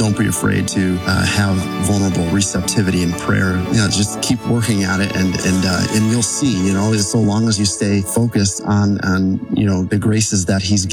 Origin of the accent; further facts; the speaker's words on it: Orchard Park, New York, United States; I'm from Orchard Park, New York.